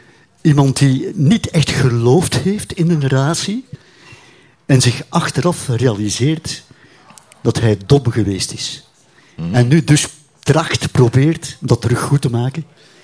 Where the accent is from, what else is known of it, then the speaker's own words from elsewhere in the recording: West Flanders, Belgium; Ik ben een West-Vlaming, ja.